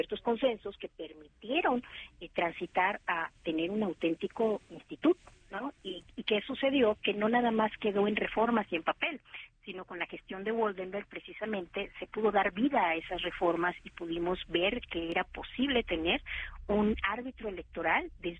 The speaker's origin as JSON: {"language": "Spanish", "country": "Mexico", "said": "nosotros como mexicanos"}